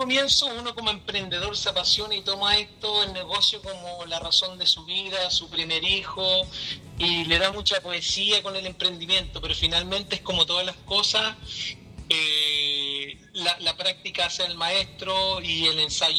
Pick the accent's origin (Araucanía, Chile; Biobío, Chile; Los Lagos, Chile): Biobío, Chile; Santa Juana; moved away; also born or lived in Santiago; retorné hace 8 años a la comuna de Santa Juana, y yo estuve en Santiago